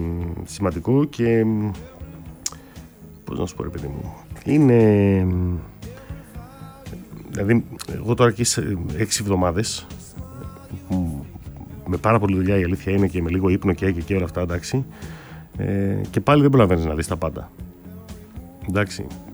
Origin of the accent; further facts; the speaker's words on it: Greece; Εμείς είμαστε μεγαλωμένοι σαν Έλληνες λίγο διαφορετικά σε σχέση με αυτό που είναι ξένοι.